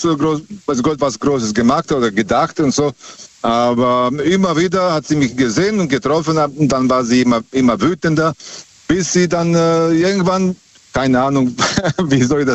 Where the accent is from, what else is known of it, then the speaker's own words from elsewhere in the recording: Serbia; ich komme aus Serbien, und ich habe damals am Busbahnhof gearbeitet